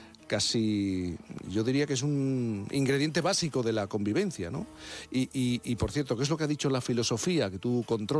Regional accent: Jerez de la Frontera, Andalusia, Spain; incluso en mi tierra, en Jerez de la Frontera.

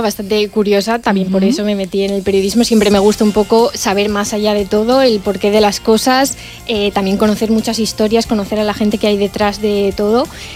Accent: Valencia, Valencian Community, Spain; lo estoy estudiando en Elche, aunque yo soy de aquí, de Valencia, pero sí que me fui allí porque quería un poco vivir la experiencia de lo que es vivir fuera

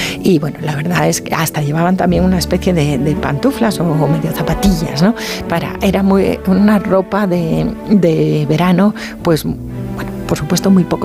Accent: Galicia, Spain; Franco, como buen gallego que era, y no es que esté tirando para casa, que también

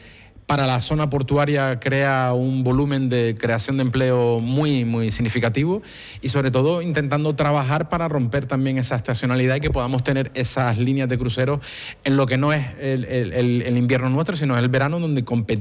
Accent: Canary Islands, Spain; de algo que nos rodea a nosotros como canarios, creo que tenemos que trabajar en esa línea.

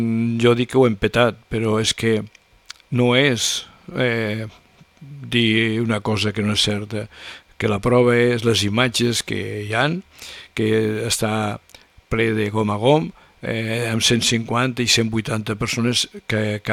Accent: Puigverd de Lleida, Catalonia, Spain; jo sempre dic que vaig néixer a Puigverd, m'emociono quan parlo de Puigverd, i també sempre dic que el dia que jo mori vull enterrar-me a Puigverd.

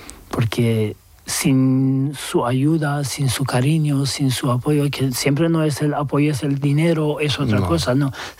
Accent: Turkey; Spanish is a second language; now in Spain; da igual que seas también turco, porque digo, soy turco y podía pasar más fácil que los otros muchos

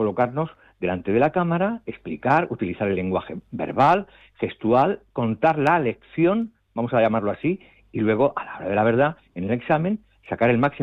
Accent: Toledo, Castilla-La Mancha, Spain; yo soy de Toledo

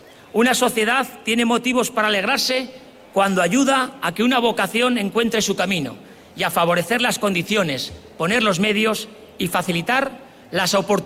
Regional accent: La Rioja, Spain; la reivindicación de nuestra autonomía como riojanos nació indisolublemente unida a la aspiración de contar con una universidad propia.

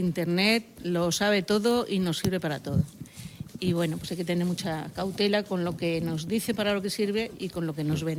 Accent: Madrid, Community of Madrid, Spain; accent: mix of Madrid and Pulpí accents; Yo es que soy de Madrid, pero en Madrid me dicen que tengo acento pulpileño y aquí me dicen que tengo acento madrileño, entonces estoy entre dos aguas. Tengo una mezcla de acentos que, bueno, pues ya es mi acento.

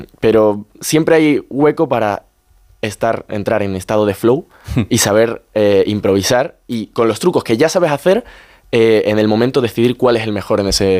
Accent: Seville, Andalusia, Spain; now in Madrid, Spain; Yo, por ejemplo, ahora voy a tener un alquiler en Madrid también, porque estoy todo el tiempo aquí, soy de Sevilla

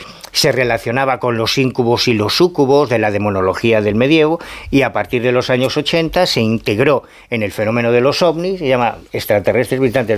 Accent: Galicia, Spain; en Galicia tenemos una gran tradición de presencia de estos pueblos del norte.

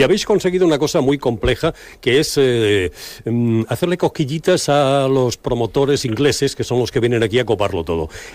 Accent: Vinaròs, Valencian Community, Spain; yo soy de Vinaròs y trabajaba allí en una discoteca que se llamaba el Red Poppy

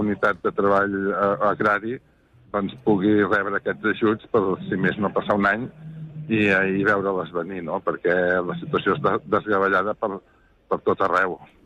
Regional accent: Catalonia, Spain; soc del Penedès i bàsicament tinc vinyes

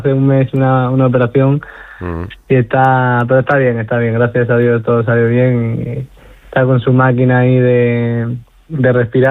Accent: Extremadura, Spain; para mí como extremeño es un orgullo

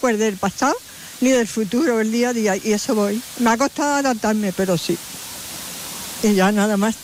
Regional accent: Medina, Spain; born there; mi patrona de mi pueblo, de Medina.

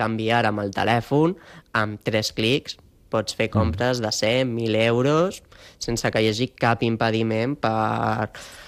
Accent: Barcelona, Catalonia, Spain; aquí els que som de Barcelona o al voltants

